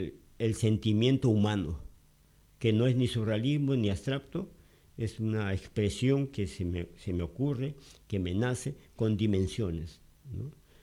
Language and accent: Spanish; Peru; moved away as an adult; now in Spain; Extraño de mi país, porque allá sí estuve viajando. Yo viajo por todo el Perú